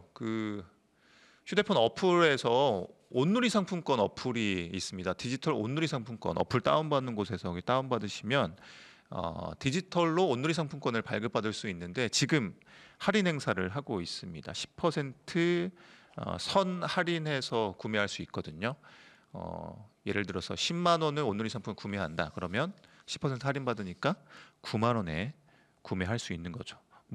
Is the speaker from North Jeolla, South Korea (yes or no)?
yes; Jeonju, North Jeolla, South Korea; moved away; 전주는 또 제가 전주 출신이라